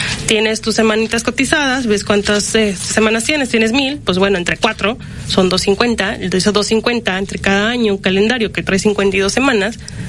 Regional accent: Ángel R. Cabada, Veracruz, Mexico; Y bueno, tenemos otra oficina en Ángel R. Cavada, Veracruz, en la zona de los Tuxtlas. Uh-huh. Soy originaria de allá.

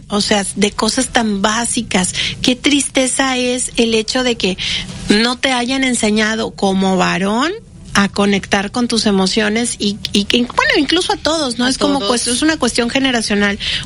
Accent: Mexico

